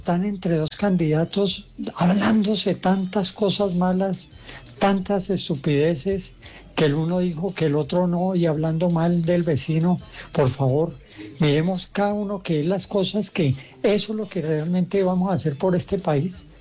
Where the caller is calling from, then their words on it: Colombia; somos colombianos todos y aquí estamos.